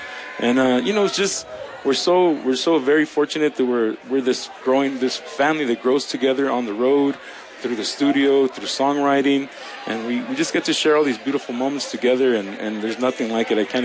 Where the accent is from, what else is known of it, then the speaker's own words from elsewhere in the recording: Los Angeles, California, United States; I mean, for us, we grew up in Los Angeles, and there's so much diversity of communities in Los Angeles.